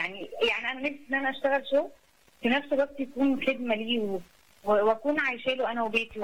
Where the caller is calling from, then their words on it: Minya, Minya Governorate, Egypt; انا بنت الرب من المنيا.